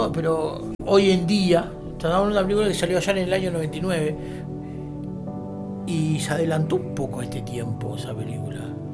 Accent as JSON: {"language": "Spanish", "region": "Montevideo", "country": "Uruguay", "tie": "born or raised there", "moved": "yes", "said": "Yo soy de Montevideo, ¿no? Y allá era muy común jugar en la calle mismo, en el pavimento."}